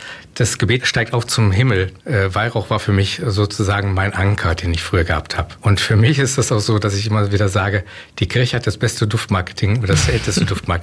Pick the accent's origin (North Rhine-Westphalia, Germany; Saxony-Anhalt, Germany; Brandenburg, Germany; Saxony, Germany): North Rhine-Westphalia, Germany; Cologne; Oder bei mir war das halt eben Eau de Cologne, der zitrische Duft, der mich an meine Heimatstadt Köln erinnert.